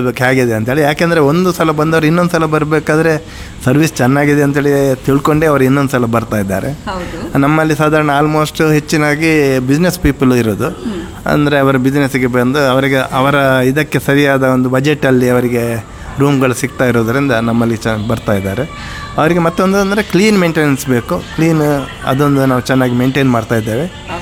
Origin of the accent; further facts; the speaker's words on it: Padubidri, Karnataka, India; moved away as an adult; also born or lived in Bangalore; now in Shivamogga, India; ನಾನು ಹುಟ್ಟಿದ್ದು ನಮ್ಮ ಉಡುಪಿ, ಆವಾಗ ದಕ್ಷಿಣ ಕನ್ನಡ ಜಿಲ್ಲೆ ಇತ್ತು, ಉಡುಪಿ ಇದರಲ್ಲಿ ಡಿಸ್ಟ್ರಿಕ್ಟ್ ಅಲ್ಲಿ ಪಡುಬಿದ್ರಿ ಎಂಬ ಊರಲ್ಲಿ, ನರ್ಸಾಲ್ ಗ್ರಾಮ ಅಂತೇಳಿ. ಅಲ್ಲಿ ನಾನು SLC ವರೆಗೆ ಅದೇ ಪಡುಬಿದ್ರಿಯಲ್ಲಿ ಎಜುಕೇಷನ್ ಮಾಡಿ